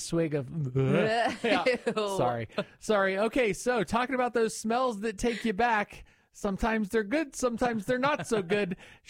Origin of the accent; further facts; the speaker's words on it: Tampa, Florida, United States; I grew up in North Tampa and it was the same. Our neighborhood was surrounded by orange groves twice a year.